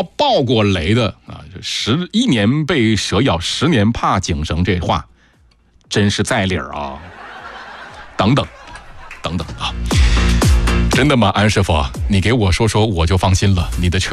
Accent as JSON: {"language": "Chinese", "town": "Hulunbuir", "region": "Inner Mongolia", "country": "China", "tie": "born or raised there", "moved": "yes", "lives_now": "Yichang, China", "said": "顺便推荐一下我老家，我是来自呼伦贝尔的啊，美丽的草原啊"}